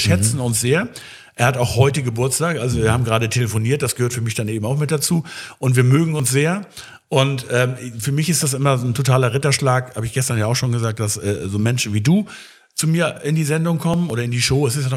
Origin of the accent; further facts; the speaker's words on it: Northern Germany, Germany; Du kommst ja aus Frankfurt, ich komme ja aus dem Hohen Norden, aber ich bin ja in Hessen auch nicht ganz unbewandert.